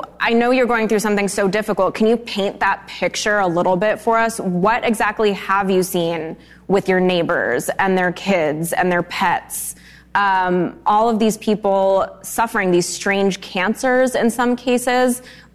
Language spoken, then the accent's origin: English; San Diego, California, United States; I'm from San Diego.